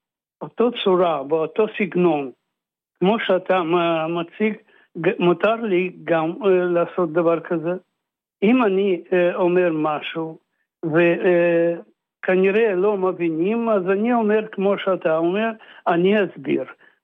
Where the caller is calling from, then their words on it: the Krayot, Haifa District, Israel; קריות זה בסדר. אני אמרתי לך, קריות.